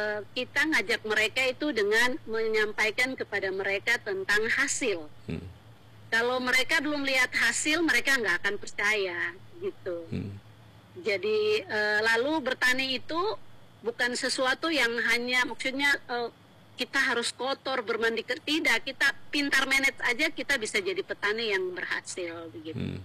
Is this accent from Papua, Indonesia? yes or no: yes; Papua, Indonesia; kita orang Papua